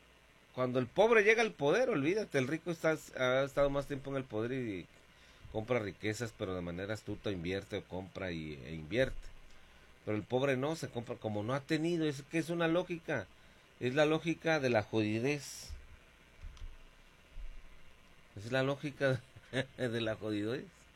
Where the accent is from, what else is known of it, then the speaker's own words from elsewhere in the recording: Mexico; lo mestizo no se nos quita, somos mexicanos muy bonitos.